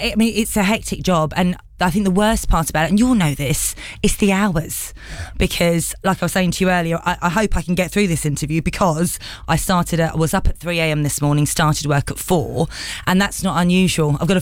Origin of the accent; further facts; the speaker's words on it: London, United Kingdom; also born or lived in Essex; So I'm born and bred in London. I am an Essex girl, through and through, very proud as well. My mum and dad, both born in India. My dad's Sikh. My mum, who sadly passed away nearly 2 years ago now, was Hindu.